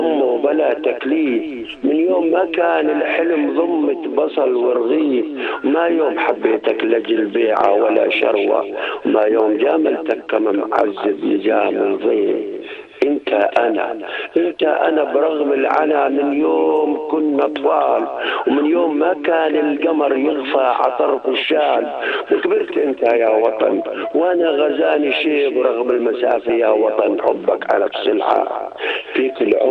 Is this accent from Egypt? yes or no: no; Jordan; accent: Jordanian; يا اخوان لهجتنا الأردنية غنية وكافية وقادرة على انها تخدم القصيدة